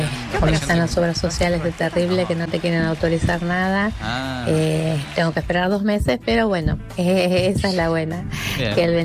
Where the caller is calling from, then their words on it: Libertad, Buenos Aires Province, Argentina; acá de Libertad